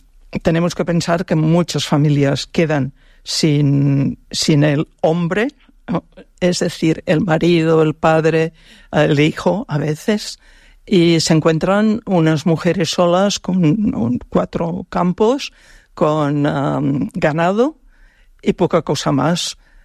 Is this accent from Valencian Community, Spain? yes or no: no; Catalonia, Spain; born there; Yo he nacido en el Pallars. Y mis padres eran del Pallars pirinaico, podríamos decir. Yo ya soy del Pallars pre-pirinaico, es decir, algo más al sur.